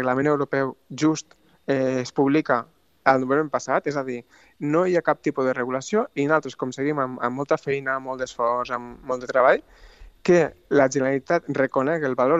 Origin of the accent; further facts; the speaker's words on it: Tarragona, Catalonia, Spain; Bueno, jo sóc de Tarragona, eh? Però jo estic vivint al País Basc i per tant, em tocava el tema una mica com a personal, no?